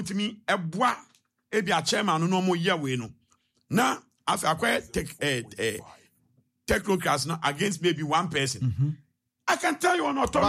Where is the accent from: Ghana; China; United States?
Ghana; I'm telling you my pain as a Ghanaian.